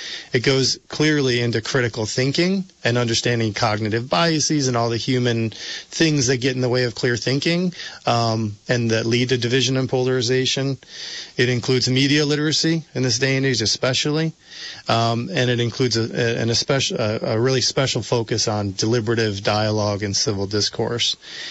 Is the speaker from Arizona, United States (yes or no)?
no; New York, United States; I grew up in New York State. We had Regents exams.